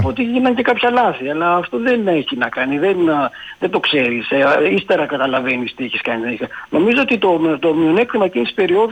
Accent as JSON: {"language": "Greek", "town": "Kastoria", "region": "Western Macedonia", "country": "Greece", "tie": "born or raised there", "moved": "as an adult", "lives_now": "Athens, Greece", "said": "Εγώ δεν έφυγα ποτέ από την Καστοριά. Πάντα ζούσα στην Καστοριά. Έχω τη μητέρα μου, έχω τις αδερφές μου, έχω το σπίτι μου, η σύζυγός μου είναι Καστοριανή."}